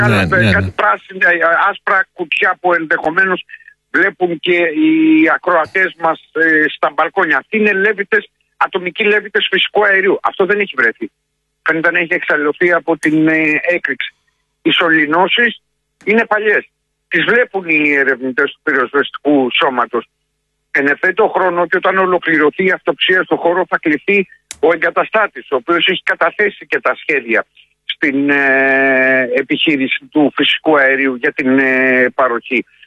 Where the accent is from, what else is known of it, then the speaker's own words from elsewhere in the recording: Patras, Western Greece, Greece; Είχα την μεγαλύτερη τύχη να γεννηθώ στην Πάτρα.